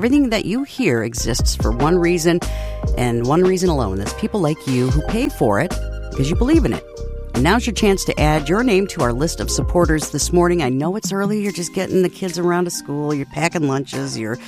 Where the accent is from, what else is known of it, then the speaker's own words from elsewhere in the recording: Houghton Lake, Michigan, United States; My hometown, I'll call that out again, Houghton Lake.